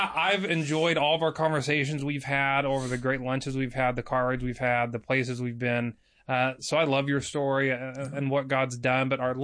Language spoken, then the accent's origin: English; California, United States; And I grew up in Southern California.